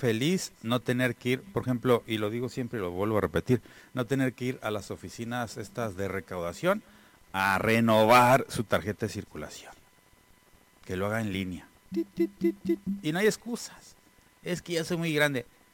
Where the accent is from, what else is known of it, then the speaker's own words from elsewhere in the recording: Baja California, Mexico; porque somos de Baja California